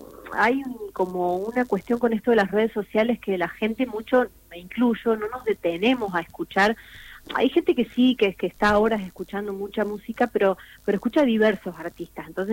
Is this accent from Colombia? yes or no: no; Pampas, Argentina; born there; cosas de mi tierra o cosas de la región pampeana